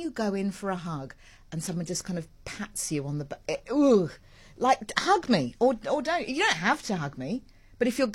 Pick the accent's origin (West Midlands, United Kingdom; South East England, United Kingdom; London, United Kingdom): South East England, United Kingdom; Surrey; born or raised there; moved away as an adult; now in South Africa